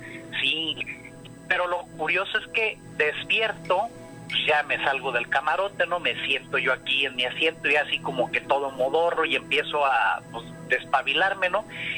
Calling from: Jalisco, Mexico; Yo soy del estado de Jalisco y pues para allá, para el rumbo de San Juan de los Lagos, se usa mucho los dulces de leche.

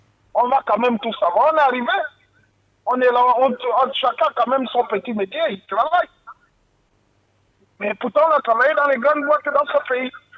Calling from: Gabon; nous, on ne veut pas nous dire en tant que Gabonais

